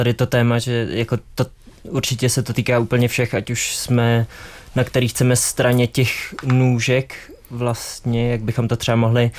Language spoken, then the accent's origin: Czech; Prague, Czechia; já celý život žiju v Praze a stejně už jsem se čtyřikrát musel stěhovat